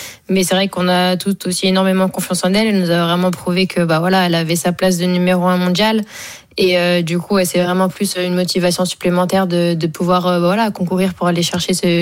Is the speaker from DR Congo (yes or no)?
no; France; en tant que française